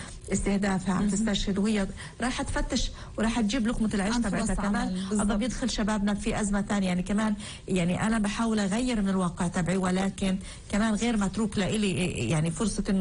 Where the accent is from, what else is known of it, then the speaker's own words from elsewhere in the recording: Palestine; أنا كشاب فلسطيني